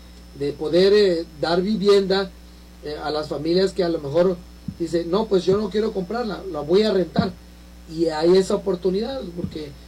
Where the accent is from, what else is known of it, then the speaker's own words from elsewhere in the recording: Tabasco, Mexico; moved away as an adult; now in Ciudad Juárez, Mexico; Muchos hermanos de Veracruz, de Oaxaca, de Chiapas, de Tabasco, de donde yo soy.